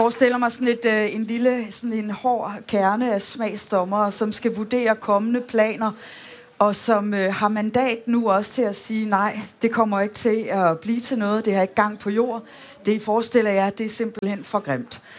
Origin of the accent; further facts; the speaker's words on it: Aarhus, Central Denmark Region, Denmark; jeg er jo aarhusianer, når jeg kommer tilbage til min gamle hjemmeby og ser, hvad der er, der er skudt op